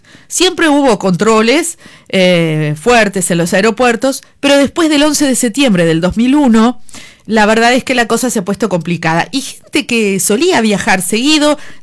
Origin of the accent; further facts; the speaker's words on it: Treinta y Tres, Uruguay; born there; cuando éramos chicos y estudiábamos inglés en la Alianza Cultural Uruguay-Estados Unidos aquí en 33